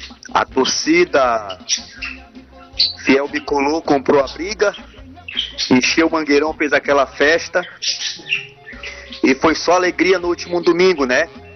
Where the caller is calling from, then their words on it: Marudá, Pará, Brazil; mandar um abraço pra minha terra, Marudá.